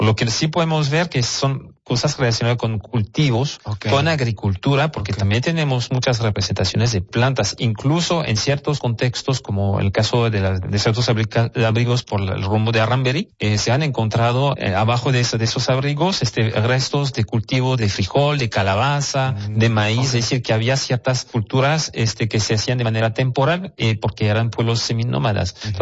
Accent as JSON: {"language": "Spanish", "town": "Monterrey", "region": "Nuevo León", "country": "Mexico", "said": "para forjar un poquito mejor nuestra identidad como regios y personas del noreste de México"}